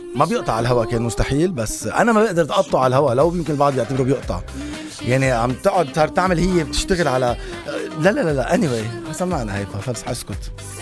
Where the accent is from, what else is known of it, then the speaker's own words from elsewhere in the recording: Lebanon; ما في رقابة عندنا بلبنان.